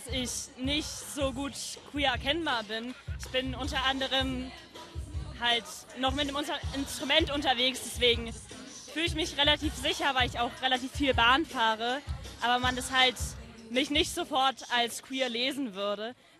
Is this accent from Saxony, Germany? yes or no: yes; Saxony, Germany; Nein, ich komme aus Sachsen.